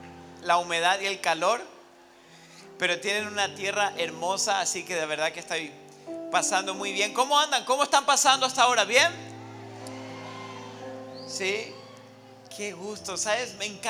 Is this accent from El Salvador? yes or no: no; Paraguay; also born or lived in Argentina; now in Oklahoma, United States; soy argentino de nacimiento, pero me crié en la bella tierra de Paraguay.